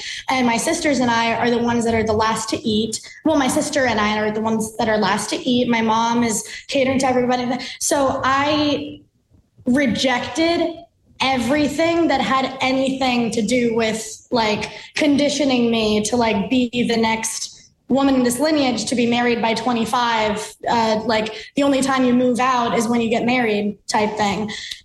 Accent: New York City, New York, United States; born there; my parents are from Bangladesh. Like, I was born in Queens

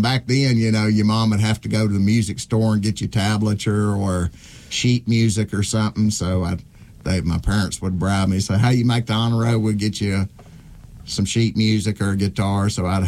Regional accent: Virginia, United States; also born or lived in Rocky Mount, North Carolina; so that's how I came to the southwestern Virginia area.

